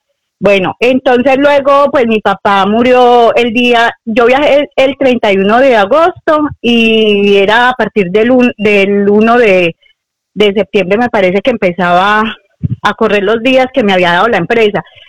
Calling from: Parla, Community of Madrid, Spain; de Parla.

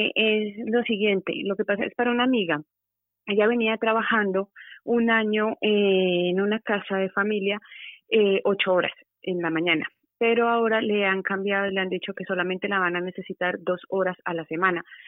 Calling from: Madrid, Community of Madrid, Spain; de Madrid.

